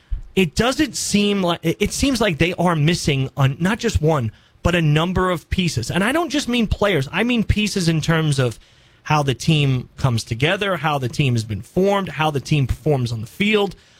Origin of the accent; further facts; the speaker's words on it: New York City, New York, United States; I remember it because I grew up in New York City